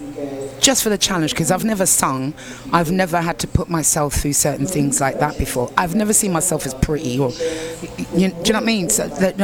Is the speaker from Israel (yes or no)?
no; England, United Kingdom; moved away; I grew up in England. I grew up in England, love.